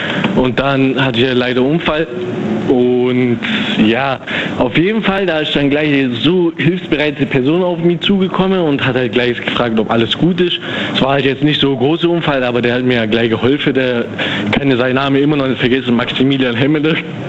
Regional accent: Memmingen, Bavaria, Germany; Ich bin aus Memmingen.

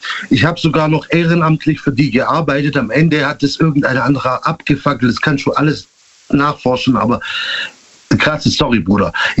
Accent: Stuttgart, Baden-Württemberg, Germany; Ich bin aus Vaihingen.

